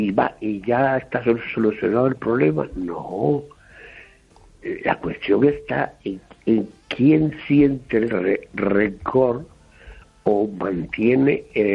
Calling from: Lugo, Galicia, Spain; Yo soy el músico de Lugo

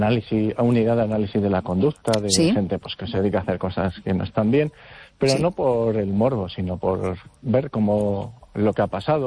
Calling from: Vigo, Galicia, Spain

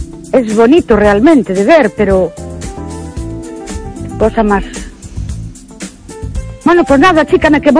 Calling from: Ourense, Galicia, Spain; Buenas noches. … de Ourense.

